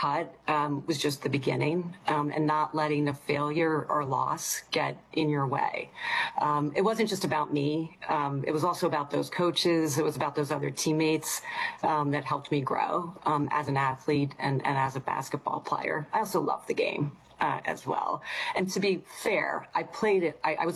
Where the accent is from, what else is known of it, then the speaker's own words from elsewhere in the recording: Philadelphia, Pennsylvania, United States; born there; Well, I said I grew up in Philadelphia